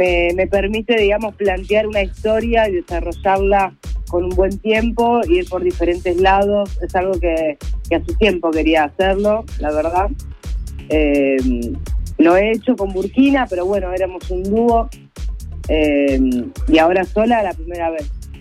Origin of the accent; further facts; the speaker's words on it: Tolosa, Buenos Aires Province, Argentina; yo soy de Tolosa, nací ahí.